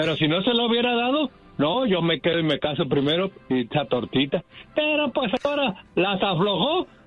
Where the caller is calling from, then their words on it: Las Vegas, Nevada, United States; De Las Vegas, Nevada, señor Flaco y su pandilla.